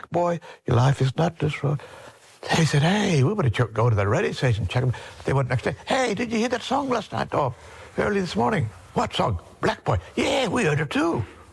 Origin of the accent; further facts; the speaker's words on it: South Australia, Australia; I said, oh, we're from South Australia.